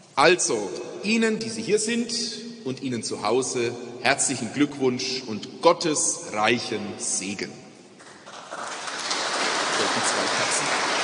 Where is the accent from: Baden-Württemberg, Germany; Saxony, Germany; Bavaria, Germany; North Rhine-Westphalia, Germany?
Bavaria, Germany; Schwebenried; Ebenso anwesend und aus meiner Heimat, aus Schwebenried, ist die Maria und der Edmund Sammet.